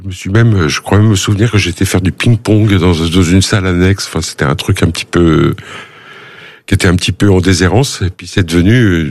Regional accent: Saint-Dié-des-Vosges, Grand Est, France; born there; also born or lived in Courbevoie; Alors non, c'était à Saint-Dié, mais c'est pas loin. C'est la décentralisation. Je suis né à Courbevoie, mon père était de Courbevoie aussi.

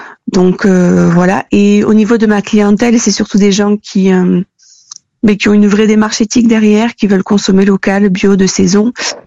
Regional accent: Landes, Nouvelle-Aquitaine, France; moi, je suis originaire des Landes et j'ai une partie de ma famille qui parle gascon.

